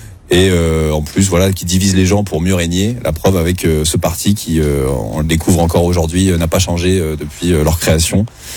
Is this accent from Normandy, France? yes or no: yes; Normandy, France; Moi, je viens de la Normandie profonde. Et je me suis lancé.